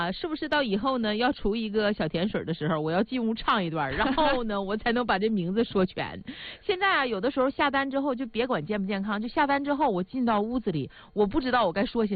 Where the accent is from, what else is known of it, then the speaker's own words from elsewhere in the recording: Northeast China, China; accent: Northeastern Mandarin; 哎，就是用我们东北话说，就是滴了嘟噜啊。